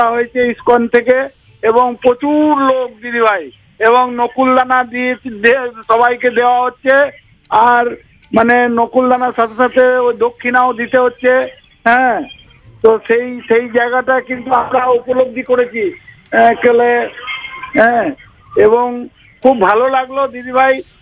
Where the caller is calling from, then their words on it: Budbud, West Bengal, India; আমি পূর্ব বর্ধমান জেলার বুধবুধ থেকে